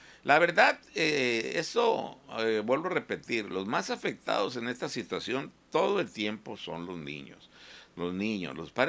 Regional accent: Baja California, Mexico; como somos del Valle

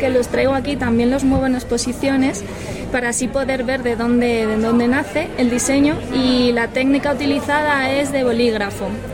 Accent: Molina de Aragón, Castilla-La Mancha, Spain; now in Collado Mediano, Spain; yo soy de Molina de Aragón, un pueblo de Guadalajara, pero ahora vivo aquí en la Sierra de Madrid

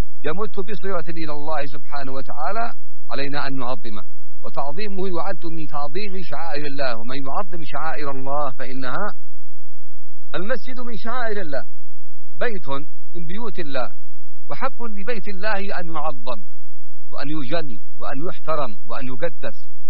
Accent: Yemen; عندنا في اليمن لو نسمع مثلا اللغة المهارية

